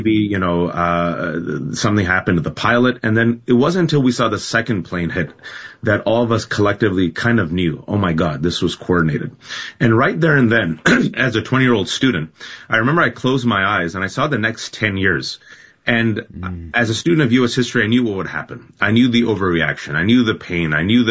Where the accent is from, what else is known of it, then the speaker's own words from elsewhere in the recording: California, United States; born and raised in the Bay Area to Pakistani Muslim immigrant parents